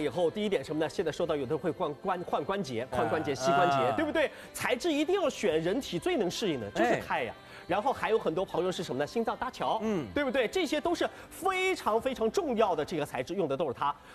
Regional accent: Shanghai, China; 在弄堂长大，

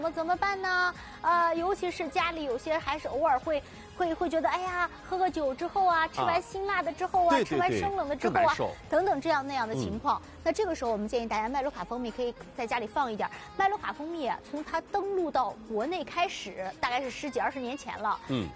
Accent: China

